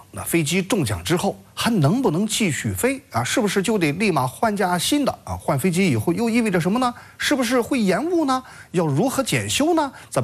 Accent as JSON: {"language": "Chinese", "town": "Jinan", "region": "Shandong", "country": "China", "said": "这一炉炭火呢烤了几十年了，咱们济南人就爱这个老味道啊。"}